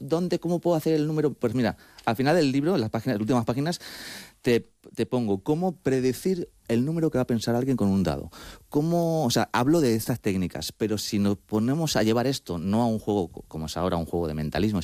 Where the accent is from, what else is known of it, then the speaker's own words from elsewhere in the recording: Madrid, Community of Madrid, Spain; estoy muy dividido porque aparte te he dicho ya que que soy madrileño